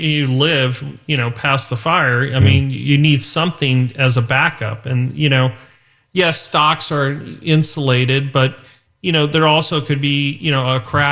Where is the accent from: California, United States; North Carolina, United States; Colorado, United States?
California, United States; Los Angeles; I grew up in Woodland Hills. You know, mm-hmm. I didn't grow up in East LA or anything like that.